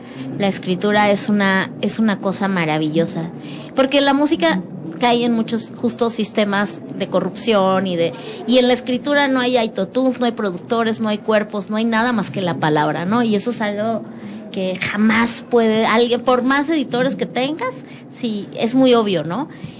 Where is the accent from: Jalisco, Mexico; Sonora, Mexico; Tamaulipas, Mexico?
Tamaulipas, Mexico; Tampico; Somos de Tampico. Mi mamá fue de Tampico, mi papá de Tampico y yo de Tampico